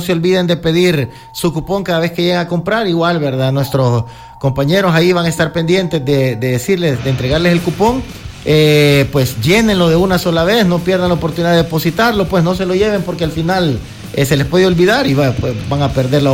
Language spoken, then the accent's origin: Spanish; El Salvador